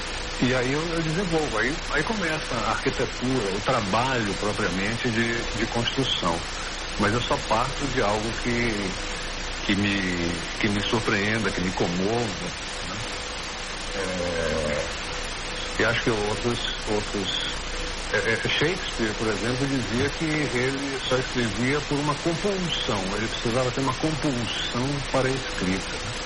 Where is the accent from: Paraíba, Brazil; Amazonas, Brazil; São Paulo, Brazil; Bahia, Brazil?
Bahia, Brazil; Salvador; born there; E lá em Salvador, onde nasci, e se chamava exatamente Jornal da Bahia.